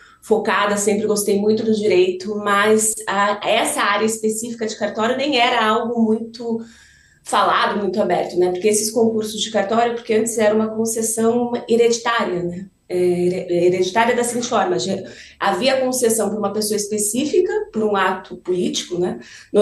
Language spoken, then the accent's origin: Portuguese; Itapetininga, São Paulo, Brazil; moved away as an adult; now in Caxias do Sul, Brazil; estar falando numa rádio de Itapetininga, a cidade onde eu nasci, a cidade que carregarei sempre comigo, né?